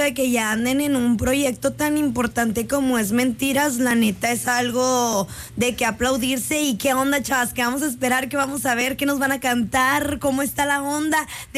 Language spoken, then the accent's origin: Spanish; Monterrey, Nuevo León, Mexico; Yo soy de esas morras y creo que a los regios sí nos pasa.